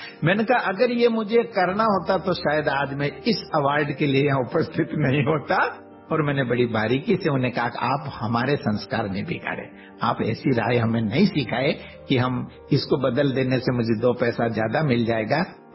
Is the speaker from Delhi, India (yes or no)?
no; Rajasthan, India; उसमें राजस्थान से हम दो जने थे सर, एक बीकानेर से थे और एक मैं था।